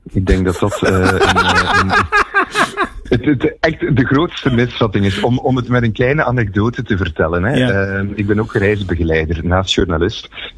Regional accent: Flanders, Belgium

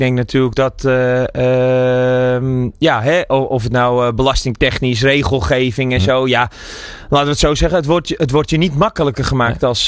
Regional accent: Netherlands; ben hier geboren en getogen in Nederland.

